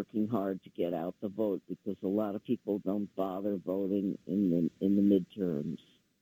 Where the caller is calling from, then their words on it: New York, United States; from the Upper West Side.